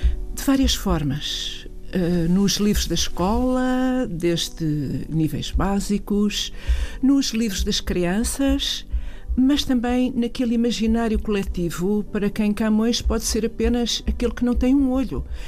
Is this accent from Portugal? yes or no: yes; Portugal; nós nos olhamos como portugueses